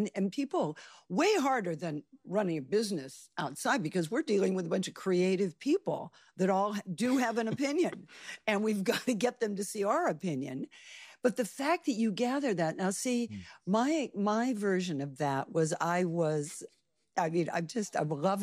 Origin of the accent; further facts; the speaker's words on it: Los Angeles, California, United States; now in Sag Harbor, United States; And I grew up in Los Angeles.